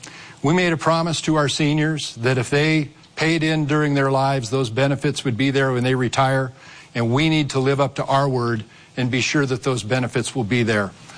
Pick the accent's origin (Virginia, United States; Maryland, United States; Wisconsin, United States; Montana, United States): Montana, United States; Great Falls; also born or lived in Dillon, Montana / Victor, Montana / Helena, Montana / Miles City, Montana; now in Billings, United States; growing up in Montana, growing up in Great Falls to two school teachers